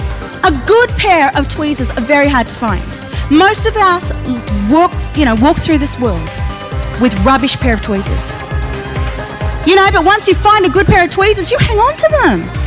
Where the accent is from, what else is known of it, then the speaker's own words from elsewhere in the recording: Australia; I'm Australian.